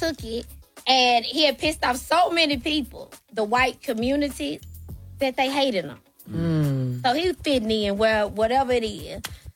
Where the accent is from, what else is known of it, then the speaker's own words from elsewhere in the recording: Tennessee, United States; I am from Tennessee. I am deep in country music.